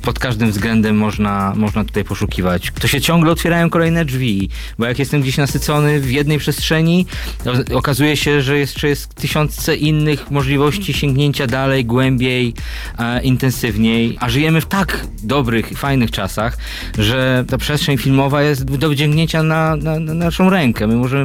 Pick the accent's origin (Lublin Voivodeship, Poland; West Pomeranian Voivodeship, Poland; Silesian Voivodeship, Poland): West Pomeranian Voivodeship, Poland; also born or lived in Szczecin; Pochodzę z małego miasteczka na Pomorzu Zachodnim, znowu Gardu.